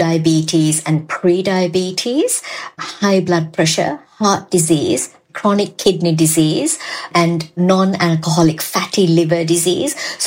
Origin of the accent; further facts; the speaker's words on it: Sri Lanka; And growing up in Sri Lanka, sometimes I used to have 3 meals of rice a day.